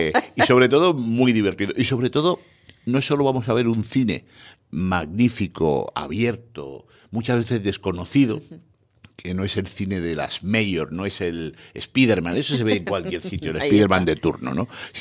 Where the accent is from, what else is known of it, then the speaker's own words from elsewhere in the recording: Cádiz, Andalusia, Spain; puntuales seremos como buenos gaditanos.